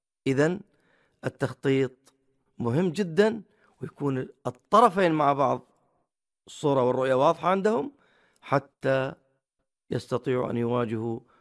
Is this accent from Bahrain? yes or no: yes; Bahrain; عندنا في البحرين أماكن سياحية جميلة